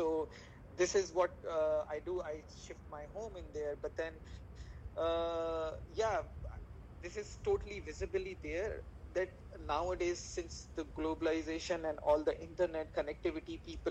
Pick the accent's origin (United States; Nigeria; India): India; So, well, if I put it like, I mean, I come from India, and India is a tropical country.